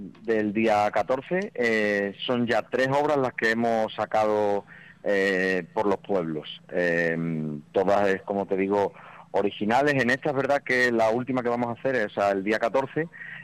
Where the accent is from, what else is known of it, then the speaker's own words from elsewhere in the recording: Almendralejo, Extremadura, Spain; Yo soy de Almendralejo y otra de las actrices también es de Almendralejo.